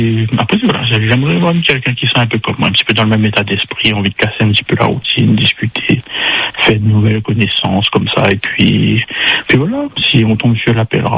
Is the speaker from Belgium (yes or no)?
no; Hauts-de-France, France; Voilà, ben je suis du Nord.